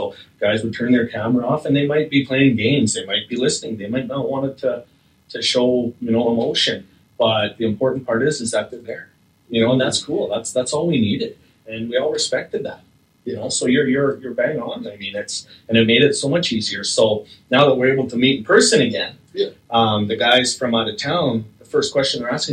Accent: Slave Lake, Alberta, Canada; as you guys know, I grew up in Slave Lake, and so there was hockey, there was junior hockey, there was baseball

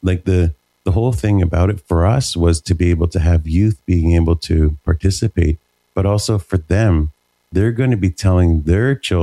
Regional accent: Vancouver, British Columbia, Canada; you know, from where I've come from and growing up in Vancouver

